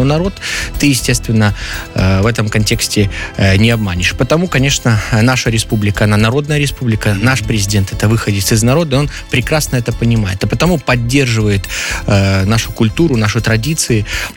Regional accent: Belarus; мы сегодня белорусы, имеем свою собственную страну

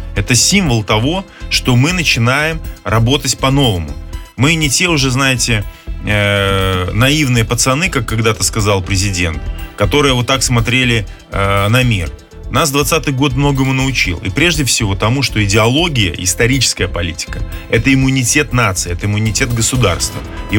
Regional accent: Belarus; мы белорусы

